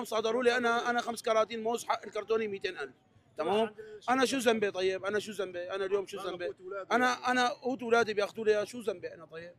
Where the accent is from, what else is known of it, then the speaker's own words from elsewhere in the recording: Homs, Homs Governorate, Syria; اني انا اليوم من الشعب السوري، انا من حمص، انا وضع المادي تعبان